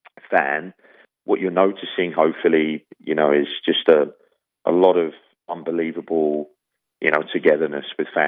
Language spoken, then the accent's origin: English; England, United Kingdom; if I was to put myself in the position, you know, as an Englishman, you know, we have a great rivalry against the Germans.